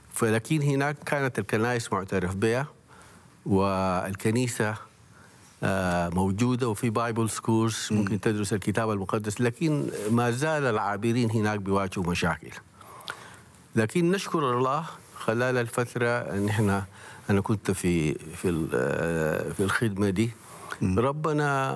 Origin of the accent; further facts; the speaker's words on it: Sudan; فنحن عندنا مسؤولية كسودانيين